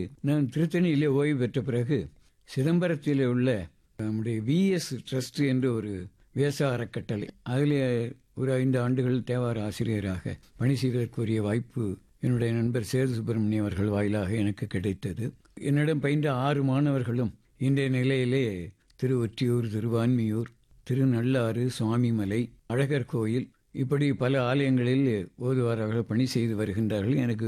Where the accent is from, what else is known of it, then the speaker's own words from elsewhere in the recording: Tamil Nadu, India; எனது சிற்றூருக்கு அண்மையில் உள்ள திருக்கருகாவூர்